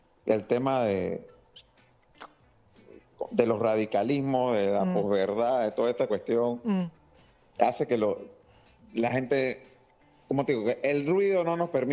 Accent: Panama; Bueno, mira, yo te puedo decir como panameño, recordemos que nosotros vivimos una situación parecida

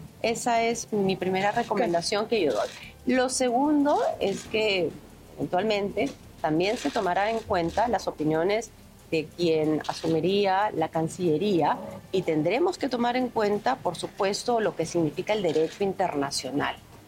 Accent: Peru

